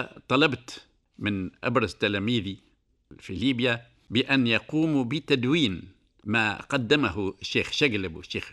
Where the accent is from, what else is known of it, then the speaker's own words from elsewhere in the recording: Tunisia; احنا في تونس نقولوا استخبار